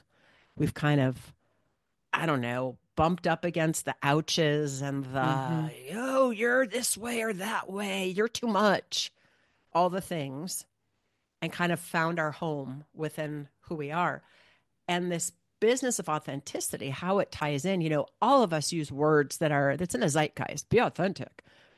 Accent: Michigan, United States; also born or lived in Ohio; so I grew up in Michigan and Ohio. And when I was really young, I wanted to be a rabbi.

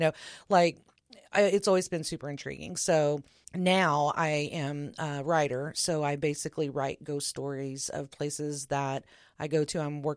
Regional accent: Oklahoma, United States; moved away as an adult; And I'm not from here. I am from Oklahoma.

